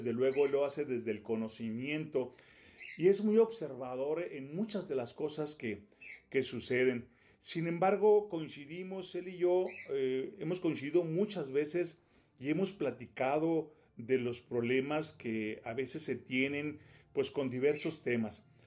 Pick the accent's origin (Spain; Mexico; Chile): Mexico; Valle de Zaragoza, Chihuahua; born there; now in Ciudad Camargo, Mexico; paisano de mi tierra, de la tierra que me vio nacer, Valle de Zaragoza.